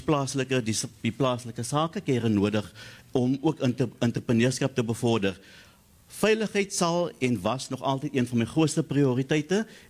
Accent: Stellenbosch, Western Cape, South Africa; Ek is afkomstig van Kloetiswil. Ek weet natuurlik wat die uitdagings is

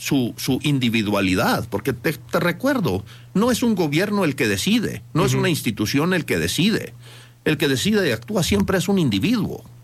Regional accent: Chihuahua, Mexico; born there; Sí, pero yo nací en Chihuahua y pues realmente me considero un mexicano.

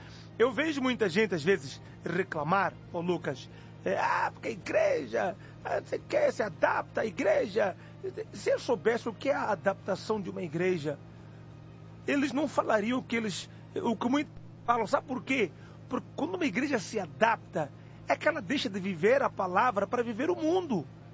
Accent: Mozambique; moved away as an adult; now in Brazil; Eu já sofri racismo na igreja, em Moçambique, na minha terra.

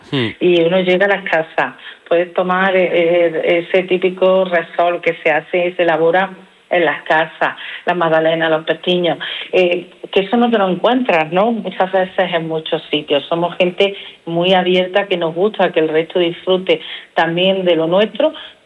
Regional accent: Montoro, Andalusia, Spain; qué bonito es mi pueblo. Y es verdad, y es bonito nuestro pueblo. Ha sido un pueblo con mucha tradición, con una historia muy muy forjada

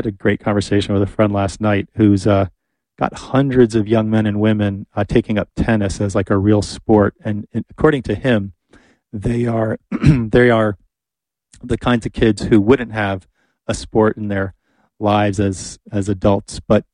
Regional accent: New Jersey, United States; I don't remember wildfires in Canada as a kid like being a thing grown in New Jersey

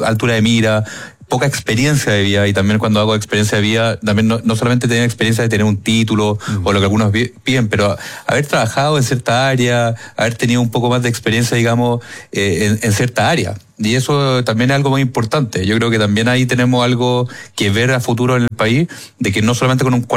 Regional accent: Santiago, Santiago Metropolitan Region, Chile; yo también nací en Santiago, en la Clínica Alemana. Viví en Los Dominicos. En esa época era más parcela, así que me tocó un poco en lo que había de campo allá por la parte de Las Condes.

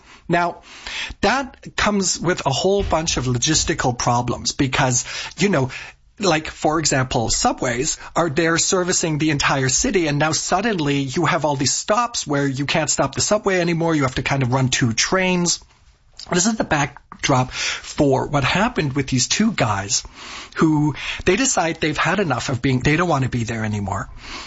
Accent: Toronto, Ontario, Canada; moved away as an adult; also born or lived in Germany; now in Berlin, Germany; Germany and we immigrated to Canada, gosh, I don't even want to tell you, but it was in 1986, and then I grew up in Toronto for the next 15 years.

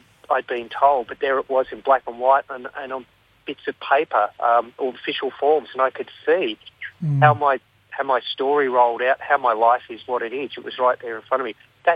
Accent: Shepparton, Victoria, Australia; now in Melbourne, Australia; I'm from Shepparton.

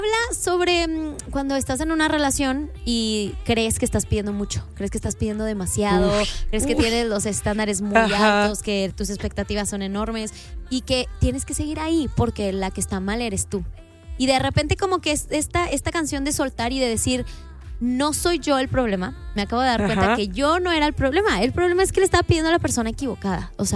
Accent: Guadalajara, Jalisco, Mexico; yo soy de Guadalajara.

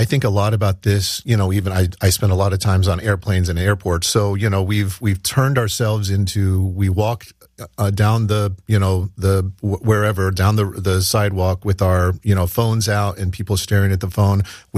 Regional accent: Dayton, Ohio, United States; also born or lived in Key West, Florida; we moved from Key West, Florida, where he was stationed, all the way up to Dayton, Ohio, where my grandparents had retired.

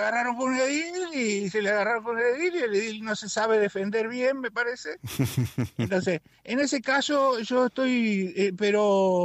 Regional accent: Soriano, Uruguay; yo soy medio de Soriano también

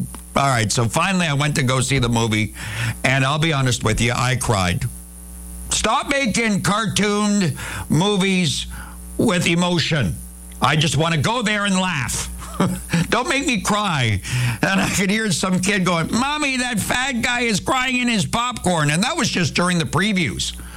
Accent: Canada; We're Canadian, goodness gracious me.

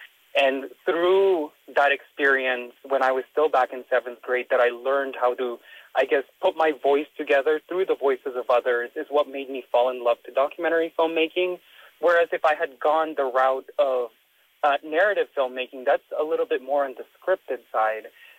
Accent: Kodiak, Alaska, United States; born there; also born or lived in Laoag City, Philippines; I did grow up in Kodiak when I moved directly from Lawag City, Philippines, when I was about 8 years old. And that would have been in 2009.

